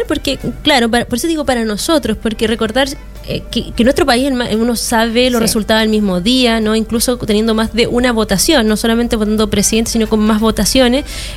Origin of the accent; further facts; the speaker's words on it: Chile; para nosotros como chilenos